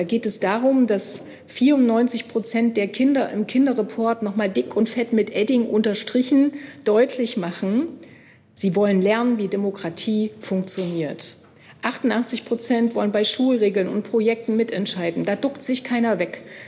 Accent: Thuringia, Germany; das sage ich auch als Thüringerin ganz bewusst

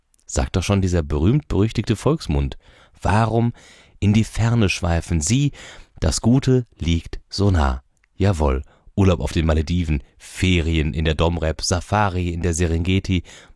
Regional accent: Cologne, North Rhine-Westphalia, Germany; als Kölner

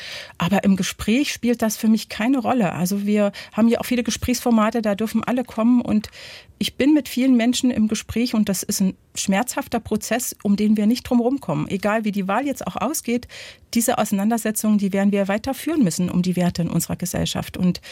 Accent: East Germany, Germany; Also ich bin ja ein Kind der DDR-Kirche und Gerechtigkeit, Frieden und Bewahrung der Schöpfung. Damit bin ich aufgewachsen als Jugendliche mit diesen Fragen

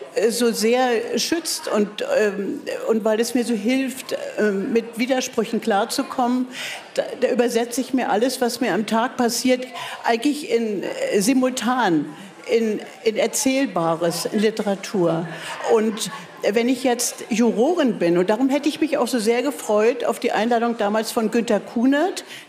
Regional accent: Berlin, Germany; ich bin eine Berliner Spottdrossel.

